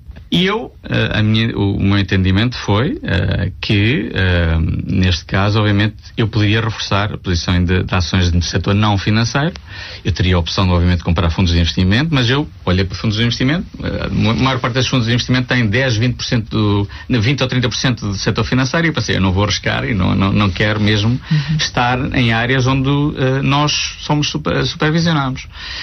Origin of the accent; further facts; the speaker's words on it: Portugal; Eu, como português, orgulho-me do trabalho que foi feito pelo Banco de Portugal.